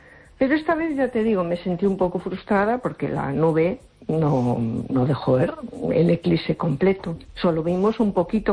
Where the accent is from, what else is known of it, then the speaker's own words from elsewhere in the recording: A Coruña, Galicia, Spain; Hola, buenas noches. … de Coruña.